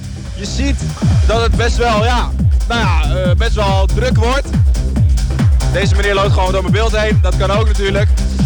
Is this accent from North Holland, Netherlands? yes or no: yes; Spaarndam, North Holland, Netherlands; Ik kom uit Haarlem hier om de hoek.